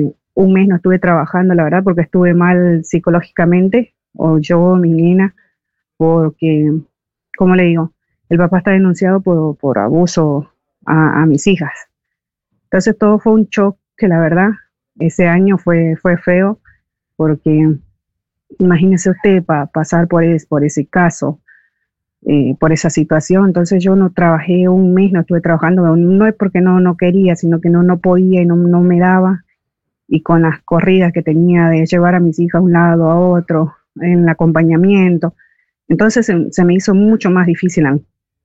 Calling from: Tigre, Buenos Aires Province, Argentina; soy de acá de Tigre, de la isla

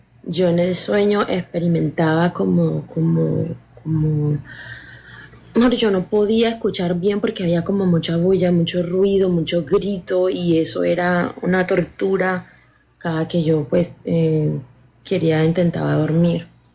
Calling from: Cartagena, Bolívar, Colombia; Desde Cartagena.

